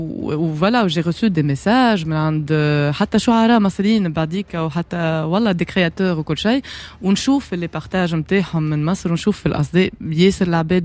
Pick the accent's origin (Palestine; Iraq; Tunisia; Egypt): Tunisia